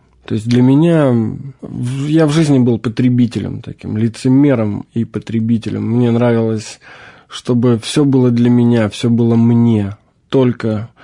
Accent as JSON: {"language": "Russian", "town": "Nevskaya Dubrovka", "region": "Leningrad Oblast", "country": "Russia", "tie": "born or raised there", "said": "мне 27 лет, я родился и вырос в Ленинградской области, 30 километров от Санкт-Петербурга, в небольшом поселке городского типа, назывался он Невская Дубровка и сейчас называется."}